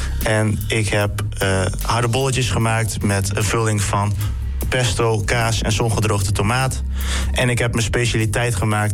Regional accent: Ameland, Friesland, Netherlands; Ik kom van Ameland.

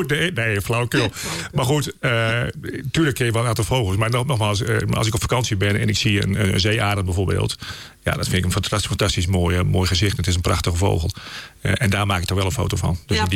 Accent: Netherlands; born there; Nee, ik ben gewoon geboren in Nederland, maar er zit wel een Duitse roots en een Duitse familie achter. En er is nog steeds Duitse familie in Duitsland uiteraard.

